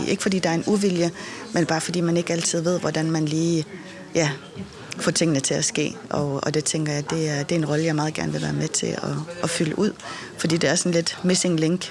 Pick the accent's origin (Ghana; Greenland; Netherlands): Greenland; Jeg har også fået tilbudt nogle forskellige politiske poster hjemme I Grønland.